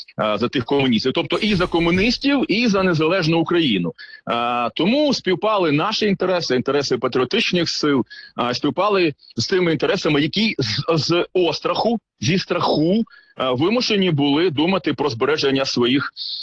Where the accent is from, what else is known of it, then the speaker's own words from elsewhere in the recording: Mykolaiv, Mykolaiv Oblast, Ukraine; мій рідний Миколаїв